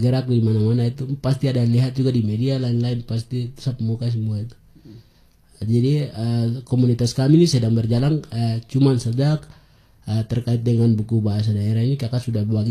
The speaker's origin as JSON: {"language": "Indonesian", "area": "Baliem Valley", "region": "Highland Papua", "country": "Indonesia", "tie": "born or raised there", "first_language": "Nayak (Dani / Lembah language)", "second_language": "Indonesian", "said": "saya anak Lembah asli. Dari Jaya-Jaya sini."}